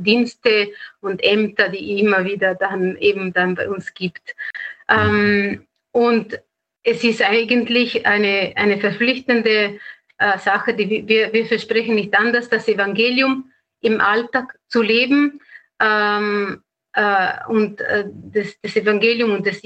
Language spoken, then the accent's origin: German; Italy; German is a second language; now in Austria; muss sagen, man hat vielleicht aus meiner Sprache gemerkt, dass ich nicht Österreicherin bin, sondern bin Italienerin. Und in Italien, das OFS ist sehr bekannt.